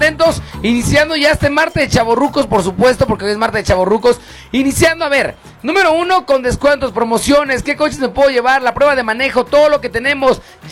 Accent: Amalucan, Puebla, Mexico; Perdónanos, güey, somos de Amalucan, perdónanos.

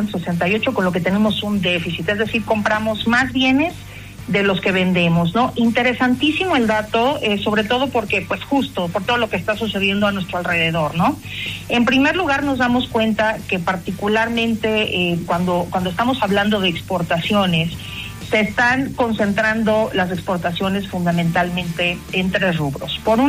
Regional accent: Mexico

